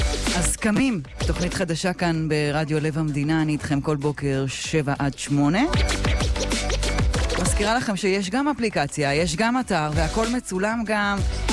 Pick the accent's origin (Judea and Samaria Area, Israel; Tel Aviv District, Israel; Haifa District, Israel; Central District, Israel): Central District, Israel; Rishon LeZion; born there; moved away; also born or lived in Jerusalem; אני חזרתי לגור בראשון אתמול, שלשום. אחרי 26 שנים שלא גרתי בה, נולדתי כאן. אבל גרתי בירושלים.